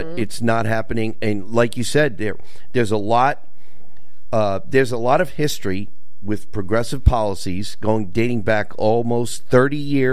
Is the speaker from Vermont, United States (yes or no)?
yes; Vermont, United States; I grew up in Vermont, but I'm leaving.